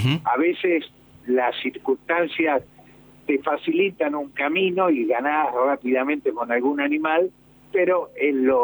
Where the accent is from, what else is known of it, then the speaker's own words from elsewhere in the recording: San Isidro, Buenos Aires Province, Argentina; born there; also born or lived in Martínez; nací en San Isidro, viví en Martínez